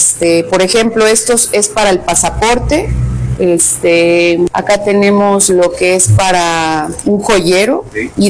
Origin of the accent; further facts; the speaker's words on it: Rioverde, San Luis Potosí, Mexico; como mexicanos y como potosinos y rioverdenses